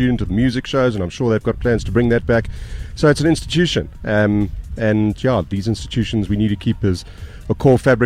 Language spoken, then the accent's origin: English; Pietermaritzburg, KwaZulu-Natal, South Africa; I grew up in Maritzburg and studied in Maritzburg